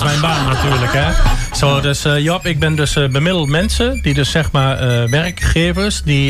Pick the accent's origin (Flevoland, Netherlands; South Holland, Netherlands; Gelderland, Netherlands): Gelderland, Netherlands; Kilder; now in Doetinchem, Netherlands; ik kom van oorsprong uit het mooie plaatsje Kilder bij het Montferland. En ik woon nu in Doetinchem.